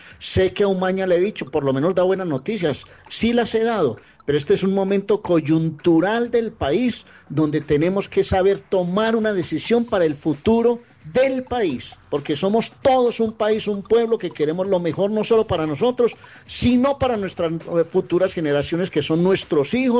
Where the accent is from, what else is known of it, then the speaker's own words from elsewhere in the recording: Colombia; Es que está en mi tierra. Esta es mi tierra, y créame, Patojo, que le hablo como colombiano